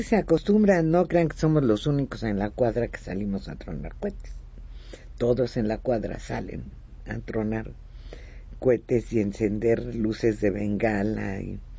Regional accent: Mexico; para nosotros como mexicanos

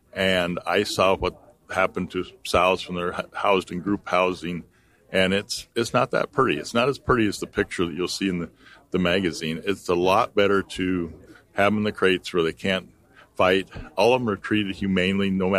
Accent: Conrad, Iowa, United States; Like you said, I'm from Conrad, Iowa, Grundy County, and we farm corn, beans, seed corn, and own weaned finished pigs there at Conrad.

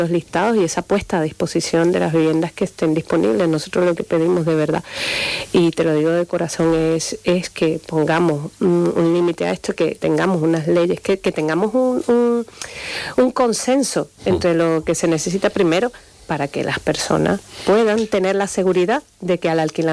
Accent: Venezuela; yo soy de origen venezolano y tengo muchos paisanos que comparten pisos 2 y 3 familias.

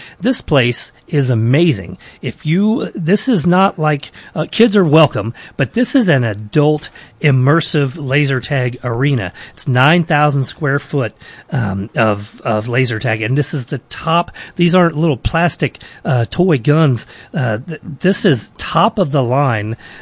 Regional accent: Sedalia, Missouri, United States; I grew up in Sedalia, so I'm very familiar with the State Fair.

